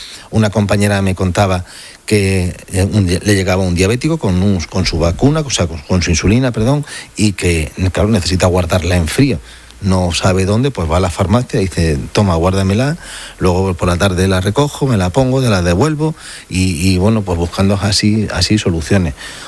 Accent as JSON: {"language": "Spanish", "region": "Ceuta", "country": "Spain", "tie": "born or raised there", "said": "Yo soy de Ceuta, nacido en Ceuta, nos hemos criado siempre mezclados."}